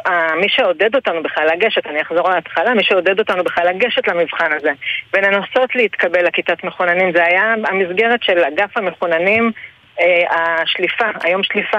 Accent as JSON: {"language": "Hebrew", "town": "Tel Katzir", "region": "Northern District", "country": "Israel", "said": "קיבוץ תל קציר."}